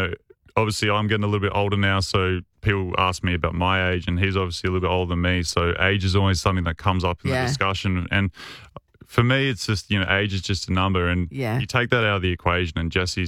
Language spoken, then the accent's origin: English; New South Wales, Australia; I grew up in the Blue Mountains and there wasn't much snow there.